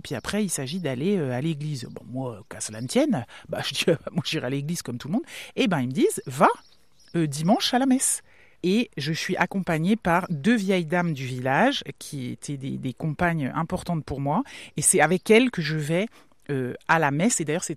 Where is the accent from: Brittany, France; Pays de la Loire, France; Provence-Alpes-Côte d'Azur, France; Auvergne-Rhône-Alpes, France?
Brittany, France; Et ce qui me définit, c'est que je suis bretonne, avec ce site particulier que un morceau de moi est africain.